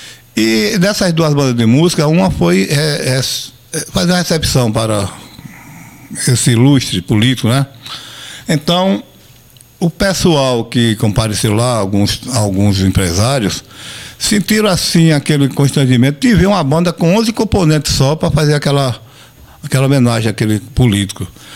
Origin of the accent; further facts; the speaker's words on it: Traipu, Alagoas, Brazil; moved away as an adult; now in Penedo, Brazil; Que eu vim de Traipu, na época, eu fazia parte da banda de Traipu.